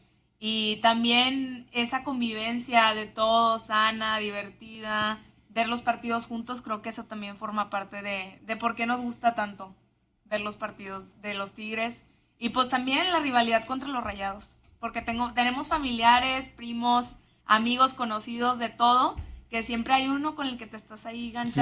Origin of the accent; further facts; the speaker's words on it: Monterrey, Nuevo León, Mexico; a todos los que nacimos, crecimos aquí en Monterrey